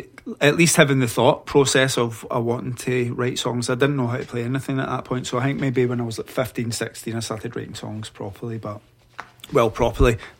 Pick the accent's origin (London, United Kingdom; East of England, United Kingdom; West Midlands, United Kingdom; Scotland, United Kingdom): Scotland, United Kingdom; Paisley; now in Glasgow, United Kingdom; I'm a singer-songwriter from... I'm based in Glasgow, but I'm originally from Paisley.